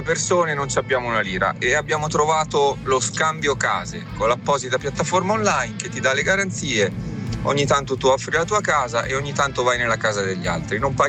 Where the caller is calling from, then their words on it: Cesena, Emilia-Romagna, Italy; da Cesena.